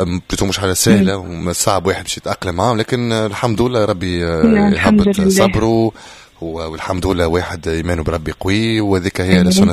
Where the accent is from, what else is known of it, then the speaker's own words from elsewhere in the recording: Hammamet, Nabeul Governorate, Tunisia; born there; انا مولود في حمامات